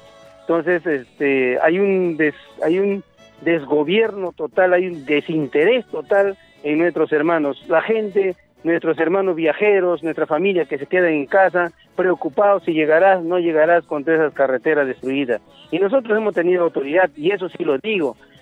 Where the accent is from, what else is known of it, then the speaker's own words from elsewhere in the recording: Jimbe, Ancash, Peru; born there; agricultor, campesino, educador. Vengo de la provincia de Santa Chimbote, nacido en un distrito Cáceres del Perú, Jimbe, está ubicado en la cuenca del Valle Nepeña.